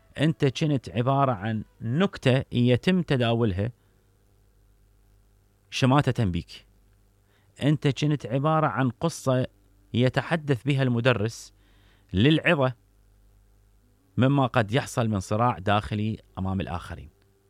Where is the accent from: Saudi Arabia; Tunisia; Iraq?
Iraq; تعبت أنا مواطن عراقي، تعبت أخي، أنا مواطن، الله خلقني من يوم الله خلقني في هذه الأرض